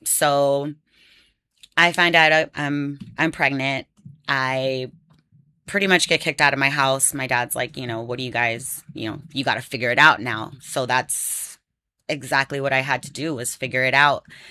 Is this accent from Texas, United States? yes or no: yes; Houston, Texas, United States; I grew up in Texas, right, around the Houston area.